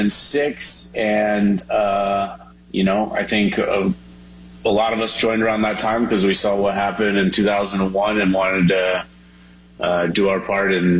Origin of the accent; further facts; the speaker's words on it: Oklahoma, United States; I grew up in Oklahoma.